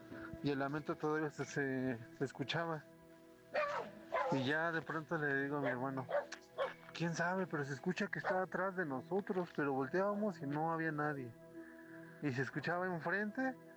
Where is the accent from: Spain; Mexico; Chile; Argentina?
Mexico; Pachuca, Hidalgo; Soy de Pachuca, Hidalgo.